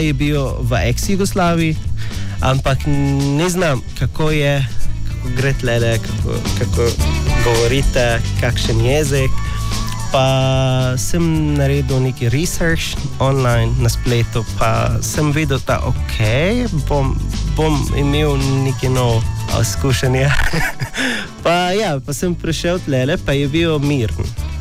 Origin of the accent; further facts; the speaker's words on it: Sanaa, Amanat Al Asimah, Yemen; born there; Slovenian is a second language; moved away; also born or lived in Egypt / Gaza; Sem rojen v Jemnu, v Sana, pa pol vojne je začetek v Jemen, pa sem dobil neki bolet, pa zato smo šli van, jaz pa moja družina, od Jemen do Egipt